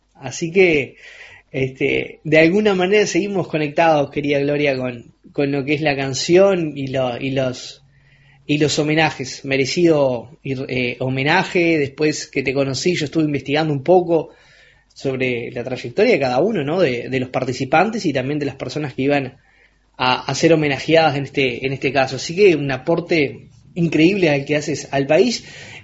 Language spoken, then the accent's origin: Spanish; La Coronilla, Rocha, Uruguay; Yo soy oriundo del departamento de Rocha, más específicamente soy nacido en Balneario La Coronilla, en la frontera, cerca de la frontera con Chuy, con Brasil.